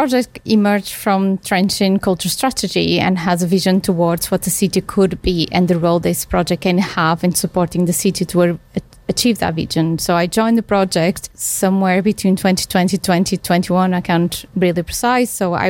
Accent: Porto, Porto District, Portugal; English is a second language; But as I mentioned, I come from Portugal and my hometown is Porto, which was European Cup of Culture 2001.

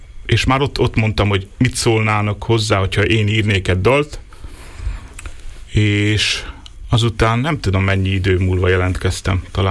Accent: Hodoš, Mura, Slovenia; Én hodosi származású vagyok, Hodosba születtem, ott is nőttem fel, ott voltam gyerek.

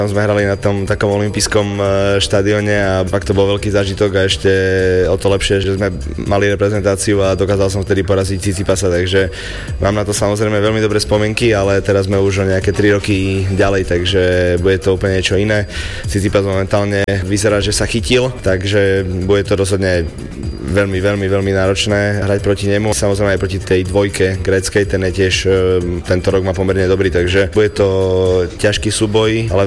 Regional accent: Prešov, Prešov Region, Slovakia; ja pochádzam z Prešova, takže Košice sú pre mňa veľmi blízko

